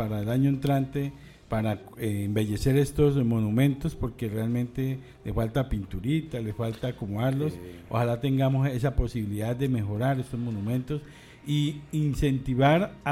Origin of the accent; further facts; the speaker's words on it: Colombia; todos somos colombianos y colombianas.